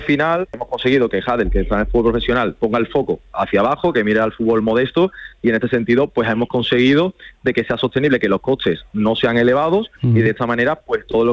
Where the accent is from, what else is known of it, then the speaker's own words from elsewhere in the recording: Andalusia, Spain; accent: Andalusian; Como buenos andaluces hay que apoyar nuestro acento.